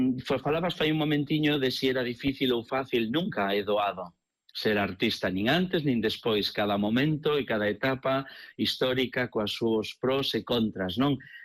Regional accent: Poio, Galicia, Spain; Eu nacín en Poio, moi pertiño de Pontevedra, aínda que está moi pertiño da capital, pero non deixaba de ser unha zona rural, aínda é.

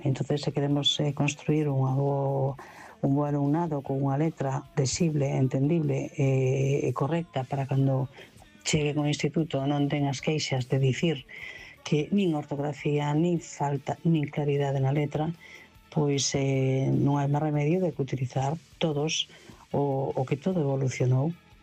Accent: Vigo, Galicia, Spain

